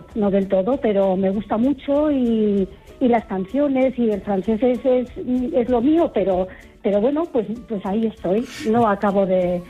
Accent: Bilbao, Basque Country, Spain; Bueno, yo soy de Bilbao.

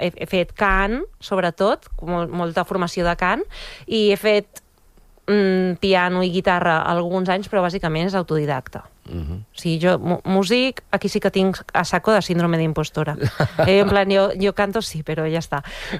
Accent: Balearic Islands, Spain; pare madrileny, mare catalana, i jo i ma germana vam néixer a Mallorca. Llavors, a casa s'ha parlat sempre castellà i català central, però de portes a fora hem parlat sempre mallorquí.

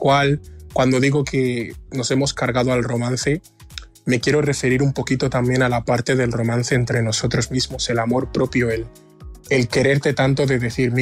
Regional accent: Equatorial Guinea; hay gente a la que le resulta difícil creer que yo soy ecuatoguineano.

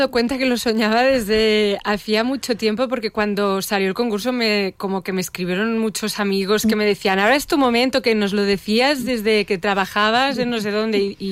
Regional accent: Barcelona, Catalonia, Spain; que las dos somos de Barcelona, llevamos tiempo dedicándonos al mundo de la música

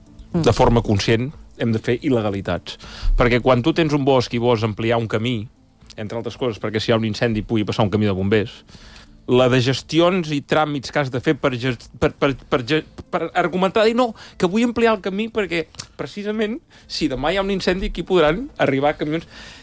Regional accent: Banyoles, Catalonia, Spain; Jo soc de Banyoles

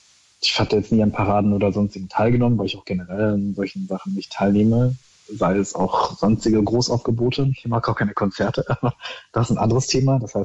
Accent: Berlin, Germany; Ich bin in Schöneberg aufgewachsen und in der Nähe des Neuendorfplatzes

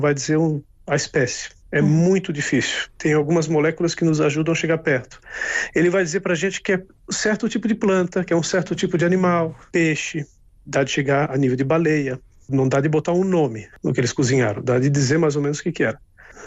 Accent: Florianópolis, Santa Catarina, Brazil; now in Barcelona, Spain; Eu sou do litoral, eu sou de Florianópolis

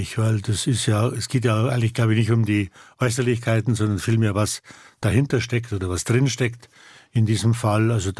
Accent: Bavaria, Germany; born there; der bayerische Junge … dann im bayerischen, auch gerade im Nieder

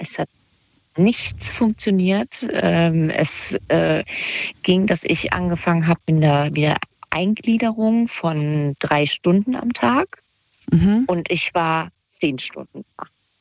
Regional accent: Kassel, Hesse, Germany; ich komme ja ursprünglich aus Kassel, aber bin dann ein bisschen weiter weggegangen.

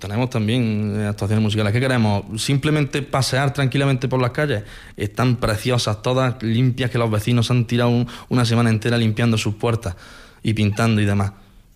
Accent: Villanueva del Duque, Andalusia, Spain; alcalde de Villanueva del Duque, tengo 25 años, estudié Ciencias Políticas en Sevilla, pero decidí volver a mi pueblo y trabajar desde la alcaldía por y para mi pueblo

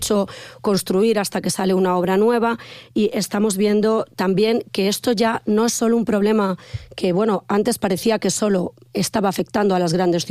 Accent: Guadalajara, Castilla-La Mancha, Spain; Yo además vengo de Guadalajara, en mi ciudad es una de las ciudades más caras también de la región y casi de España.

